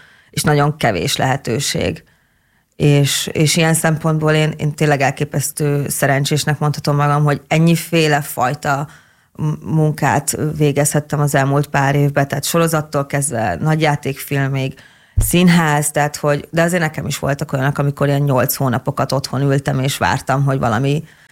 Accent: Fehérgyarmat, Szabolcs-Szatmár-Bereg, Hungary; born there; Fehérgyarmaton születtem.

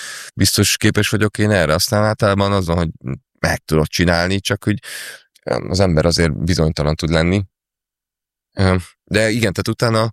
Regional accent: Pécs, Baranya, Hungary; moved away as an adult; now in Budapest, Hungary; ahol jártunk Pécsen iskolában, általános iskolában

